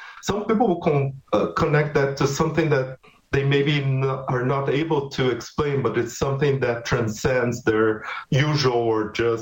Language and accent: English; Brazil; And sometimes I remember I came from Brazil. I remember a community that was very proud of having runners coming from that.